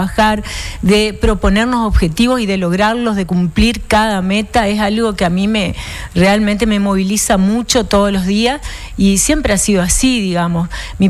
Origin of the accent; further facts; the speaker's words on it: Chaco, Argentina; born there; estudié en Tirol, porque en mi pueblo no había colegio secundario.